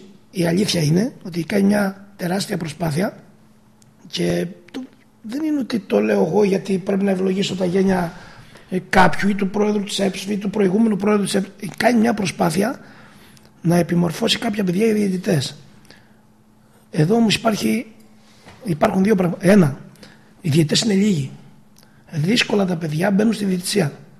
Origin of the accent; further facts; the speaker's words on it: Eastern Macedonia and Thrace, Greece; Εγώ, παιδιά του Σαββατοκυριακού, επειδή είμαι από τον Εύρο, δεν φεύγω από τη Θήβα. Δεν φεύγω από τον τόπο μου, μένω εδώ.